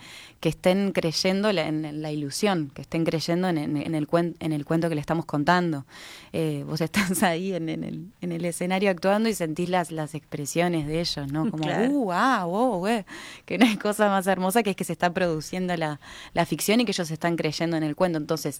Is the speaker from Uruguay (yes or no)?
yes; Colonia, Uruguay; Yo soy de Colonia, mi familia es de Colonia